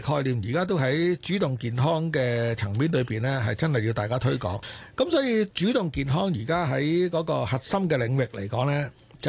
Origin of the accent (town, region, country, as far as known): Hong Kong